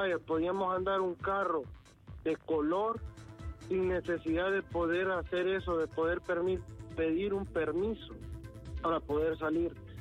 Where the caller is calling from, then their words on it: Pespire, Choluteca, Honduras; nosotros aquí teníamos una asociación de taxistas. En Pespire